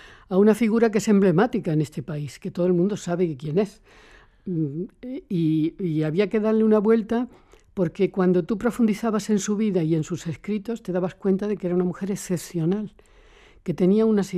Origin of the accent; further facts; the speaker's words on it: Córdoba, Andalusia, Spain; Yo soy cordobesa